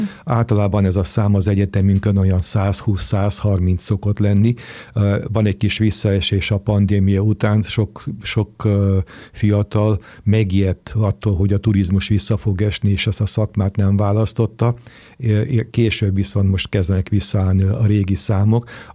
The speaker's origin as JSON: {"language": "Hungarian", "country": "Hungary", "tie": "born there"}